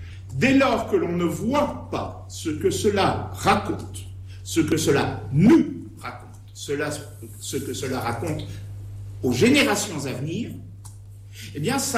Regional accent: Digoin, Bourgogne-Franche-Comté, France; Et je ne dis pas ça parce que je suis originaire de Digoin, quoique.

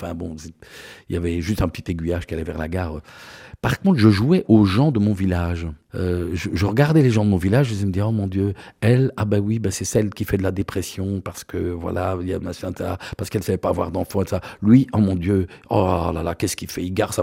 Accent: Marloie, Wallonia, Belgium; à Marlois précisément, la terre de ma terre natale

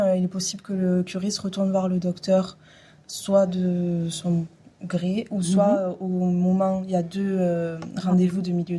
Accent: Avesnes, France; Alors moi, je suis originaire d'Avesnes. Donc je suis née ici, j'ai grandi ici. Et donc j'ai toujours connu la station thermale, les thermes, ça a toujours été dans mon environnement.

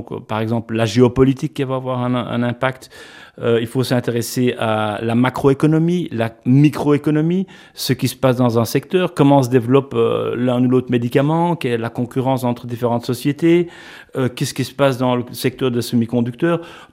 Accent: Antwerp, Flanders, Belgium; moved away as an adult; also born or lived in Luxembourg; je me sentais plus obligé de rester à Anvers, puisque je suis originaire d'Anvers

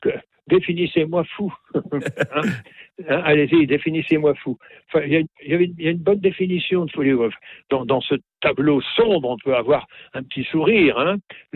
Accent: Normandy, France; C'est pas parce que je suis normand que je vous dis oui et non

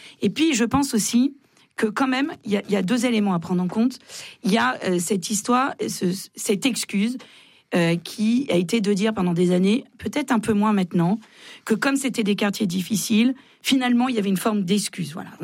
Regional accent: Nanterre, Île-de-France, France; moi, je suis de Nanterre, pas de police municipale. La nuit, il y a une voiture pour Nanterre.

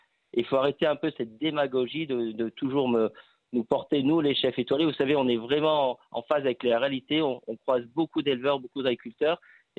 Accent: Auvergne-Rhône-Alpes, France; Je vous donne un exemple, chez nous en Ardèche, il y a beaucoup d'arboriculteurs dans la cerise

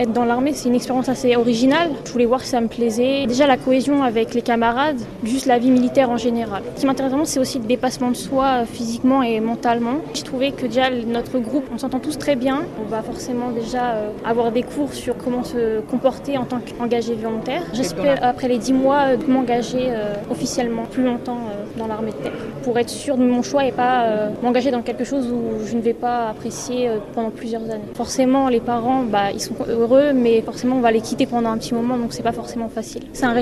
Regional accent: Normandy, France; j'ai 18 ans. Je suis originaire de Normandie, dans l'Eure.

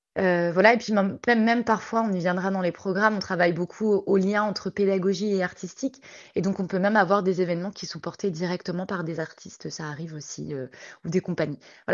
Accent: Bourgogne-Franche-Comté, France; Bah alors moi j'ai grandi en Franche-Comté, donc dans une région très forestière.

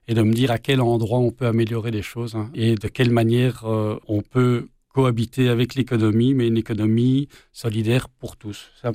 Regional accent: Brussels, Brussels-Capital Region, Belgium; je suis né à Bruxelles, j'ai vécu toute mon enfance à Bruxelles en fait, et dans une famille ou dans des situations pas de grande richesse, on va dire même plutôt de pauvreté

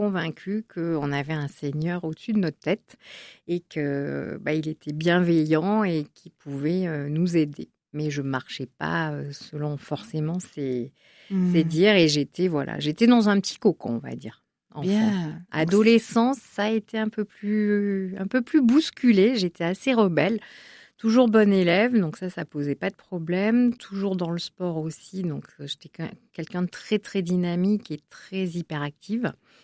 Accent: Biarritz, Nouvelle-Aquitaine, France; j'ai 54 ans. Moi, je suis née dans le Sud-Ouest.

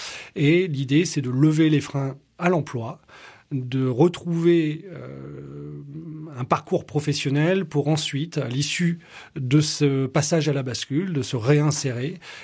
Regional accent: Nouvelle-Aquitaine, France; moved away as an adult; also born or lived in United States; j'ai eu envie de revenir en Charente qui est ma terre natale et de revenir après ces années d'expatriation.

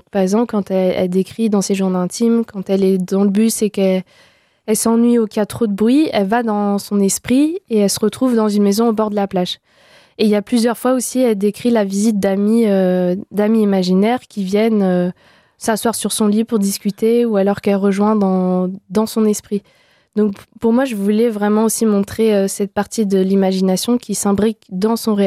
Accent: France; also born or lived in Belgium; c'était assez simple l'accès en tant que française et belge au Royaume-Uni pour avoir accès aux archives.

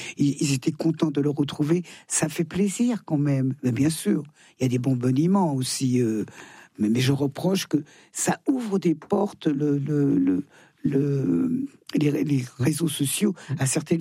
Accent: France; born there; Ah oui, je chante dans ma ville natale

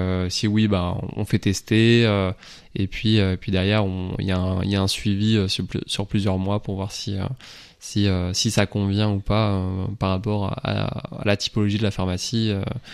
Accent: Lorient, Brittany, France; parce que je suis de Lorient, je suis revenu sur Lorient, le but c'est de le développer localement en premier temps.

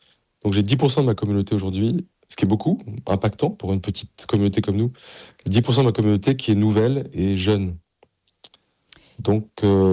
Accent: Paris, Île-de-France, France; born or raised there

